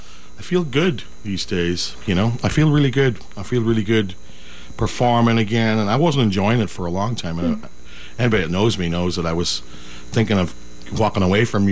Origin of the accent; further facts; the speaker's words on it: Derry, Northern Ireland, United Kingdom; I grew up in Derry.